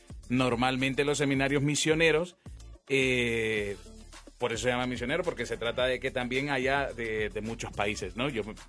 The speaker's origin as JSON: {"language": "Spanish", "town": "Tegucigalpa", "region": "Francisco Morazán", "country": "Honduras", "tie": "born or raised there", "said": "Soy originario aquí de Tegucigalpa, de Luarque."}